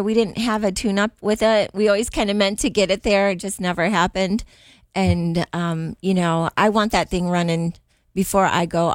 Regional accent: Mishawaka, Indiana, United States; But I grew up in Mishawaka, right?

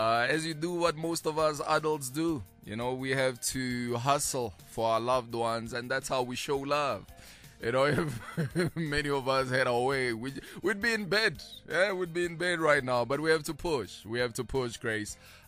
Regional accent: Pretoria, Gauteng, South Africa; growing up in Pitori

